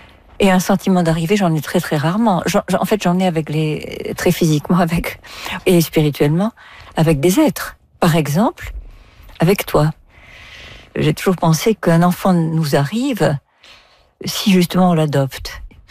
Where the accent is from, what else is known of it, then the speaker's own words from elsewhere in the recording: Algeria; now in France; D'Algérie, je suis partie, mais parfois, je me dis aussi, tu sais, si on joue avec l'idiome français, je suis d'Algérie, je suis partie, je suis une partie d'Algérie. Une petite partie.